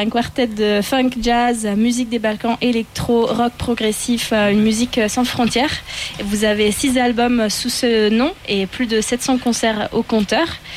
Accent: Italy; French is a second language; Ah oui, je suis italienne.

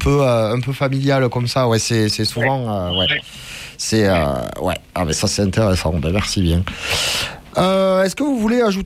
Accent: Occitanie, France; C'est, je viens de l'Aveyron, moi, on a la réputation d'être un peu radin.

